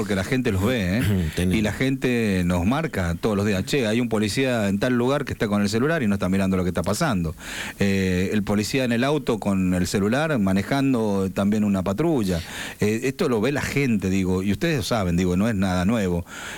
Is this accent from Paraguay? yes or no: no; San Juan, Argentina; Somos 800.000 sanjuaninos, ¿eh?